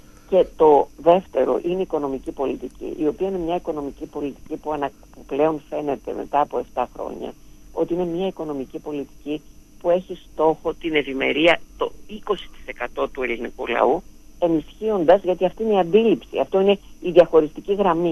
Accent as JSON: {"language": "Greek", "town": "Kozani", "region": "Western Macedonia", "country": "Greece", "said": "Εγώ, όπως ξέρετε, κατάγομαι από την Μακεδονία, από την Κοζάνη."}